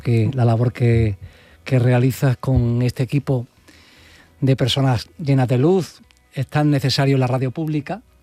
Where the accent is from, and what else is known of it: Granada, Andalusia, Spain